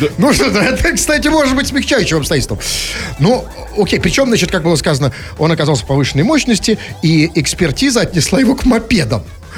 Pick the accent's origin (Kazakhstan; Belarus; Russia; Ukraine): Russia; Lipetsk Oblast; now in Moscow, Russia; Типа, я из Липецкой области переехал, так сказать